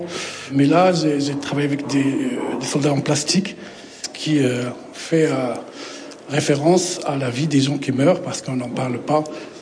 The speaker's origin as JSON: {"language": "French", "town": "Tangier", "region": "Tanger-Tetouan-Al Hoceima", "country": "Morocco", "tie": "born or raised there", "said": "Cette œuvre, j'ai fait par une expérience personnelle en grandissant à Tanger."}